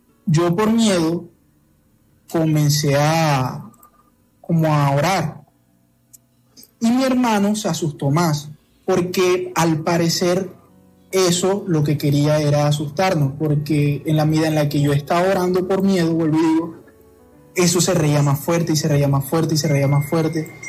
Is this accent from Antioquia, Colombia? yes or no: no; Ciénaga, Magdalena, Colombia; Bueno, la historia no es acá en Barranquilla, es un pueblo de Magdalena, de donde yo soy oriundo, de Siena de Magdalena.